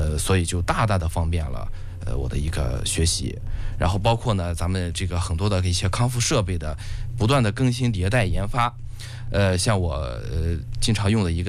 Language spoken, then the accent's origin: Chinese; Ningxia, China